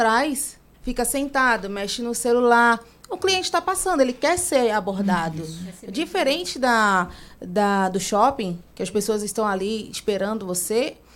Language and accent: Portuguese; Vitória da Conquista, Bahia, Brazil; now in Pernambuco, Brazil; Sou de Vitória da Conquista